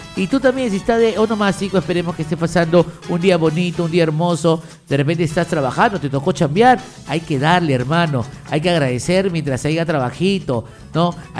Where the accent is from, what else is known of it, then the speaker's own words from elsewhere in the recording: Peru; así somos los peruanos